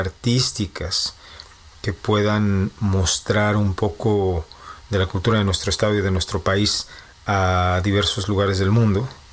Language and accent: Spanish; Tamaulipas, Mexico; now in Czechia; no somos muchos tamaulipecos radicando en Chequia. Sé que los hay, sé que no soy el único